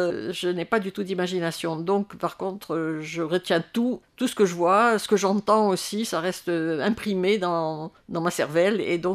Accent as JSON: {"language": "French", "country": "Tunisia", "tie": "born there", "moved": "yes", "said": "Bon, je suis née en Tunisie, donc je recherche plus ou moins quelque chose qui me manque depuis que j'ai quitté la Tunisie."}